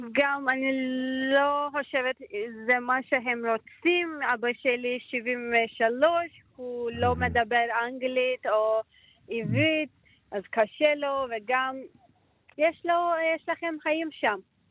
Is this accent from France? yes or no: no; Turkey; Hebrew is a second language; moved away as an adult; now in Jerusalem, Israel; אני לא יכולה לחזור למדינה שלי.